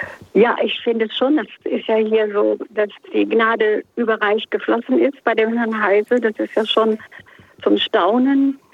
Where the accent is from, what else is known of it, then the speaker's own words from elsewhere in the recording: Leipzig, Saxony, Germany; Ich war als Kind in Leipzig nach Flucht und Vertreibung, bin da in die Schule gegangen